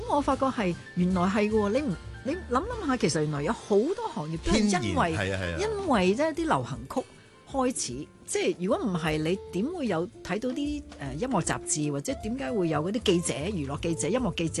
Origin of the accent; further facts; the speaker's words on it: Hong Kong; 我哋香港人嘅成長咯。